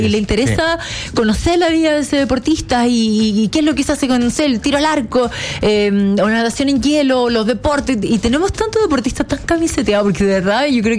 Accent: Chile

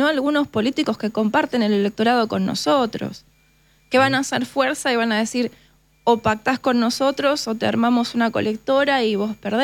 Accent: Argentina

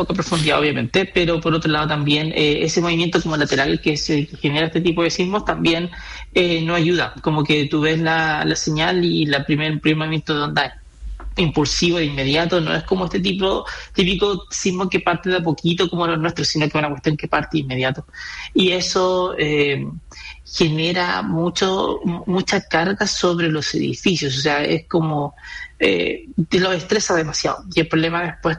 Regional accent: Chile

